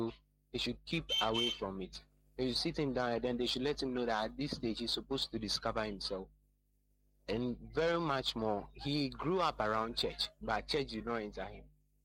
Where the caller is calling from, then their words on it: Dodoma, Tanzania; I'm calling from Dodoa.